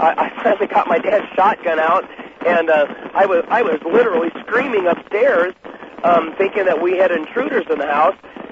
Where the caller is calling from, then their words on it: Columbia, Missouri, United States; I'm calling from Columbia, Missouri.